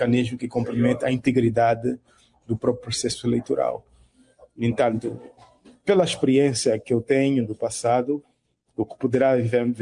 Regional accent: Angola; eu tenho como cidadão angolano, e eu penso que nenhum angolano deve permitir com que isso aconteça.

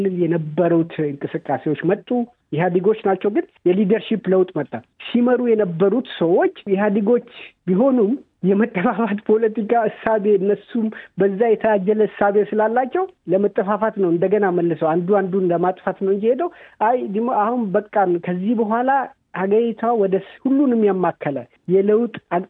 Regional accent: Gambela, Ethiopia; አሁን እኔ ያደግኩበት አካባቢ ኢግላቴሪያል የሆነ ሶሳይቲ ያለ ጋምቤላ ቦርደር ላይ ያሉ ሰዎች

